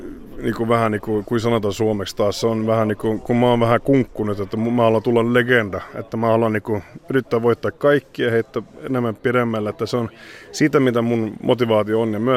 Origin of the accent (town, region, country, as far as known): Sweden